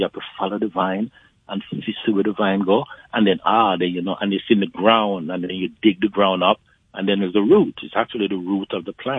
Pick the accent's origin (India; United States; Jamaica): Jamaica; Kingston; I'm not a countryman. I'm from Kingston. I live in the country at times, you know, with family members, my auntie and grandfather and all that thing there. But I'm not from the country.